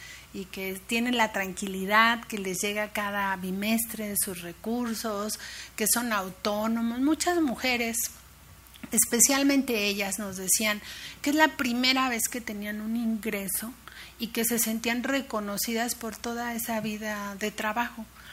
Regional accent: Mexico; una de las mayores enseñanzas de nuestros pueblos originarios hacia nosotros como mexicanos y mexicanas.

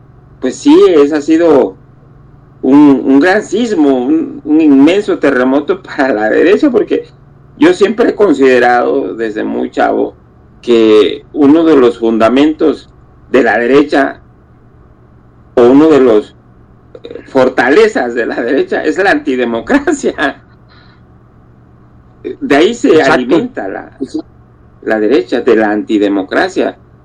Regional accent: Acapulco, Guerrero, Mexico; me vengo aquí a mi país, a mi tierra, donde yo nací, crecí, en Guerrero, en los 70s

